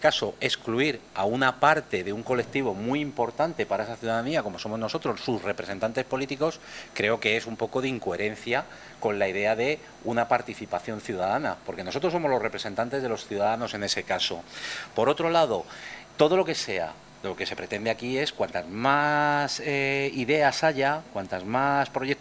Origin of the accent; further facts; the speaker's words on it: Miguelturra, Castilla-La Mancha, Spain; todos los que estamos aquí sentados somos ciudadanos de Miguel Turra.